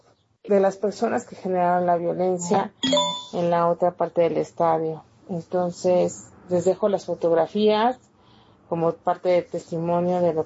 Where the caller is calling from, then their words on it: Mexico City, Mexico; soy de aquí, de la Alcaldía Benito Juárez, en la Ciudad de México.